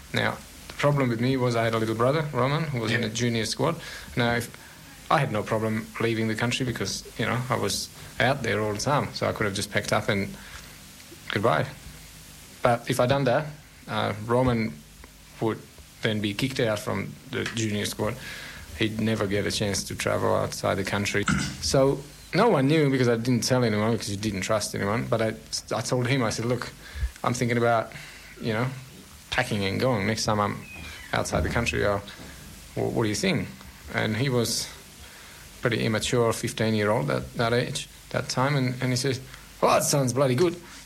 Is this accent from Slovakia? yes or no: yes; Slovakia; moved away as an adult; now in Australia; I was born in Czechoslovakia, so was Lucy.